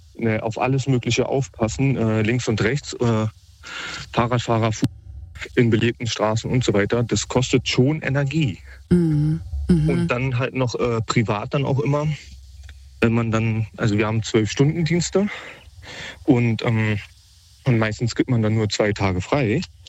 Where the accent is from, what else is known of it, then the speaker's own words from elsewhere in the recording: Berlin, Germany; ich komme ja aus Berlin, hier gab es im Sommer mal einen starken Sturm.